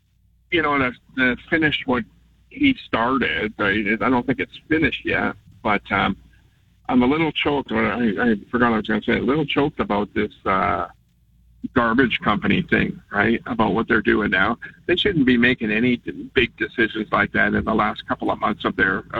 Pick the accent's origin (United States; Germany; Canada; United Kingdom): Canada; Langford, British Columbia; moved away as an adult; now in North Park, Victoria, Canada; I don't live in Langford anymore, but I will tell you this. I grew up in Langford from before you were born, Adam. I've lived out here when it was Hopiville.